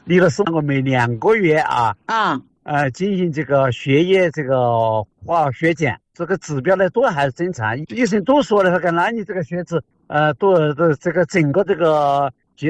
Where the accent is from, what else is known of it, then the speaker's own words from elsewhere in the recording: Shaoyang, Hunan, China; moved away; 我老家是邵阳的